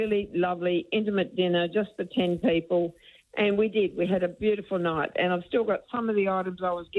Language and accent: English; Western Australia, Australia; moved away; also born or lived in Victoria; I was from Western Australia originally. I moved to Victoria.